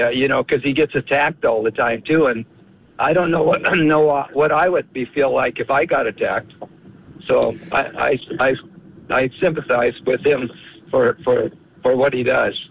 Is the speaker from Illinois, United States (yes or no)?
no; North Dakota, United States; So I'm from North Dakota.